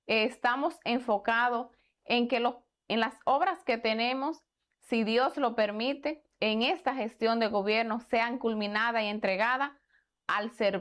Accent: Dominican Republic; nosotros como dominicanos debemos sentirnos orgullosos

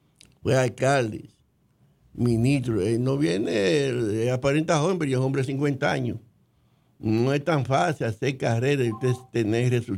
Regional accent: Dominican Republic; yo soy de República Dominicana

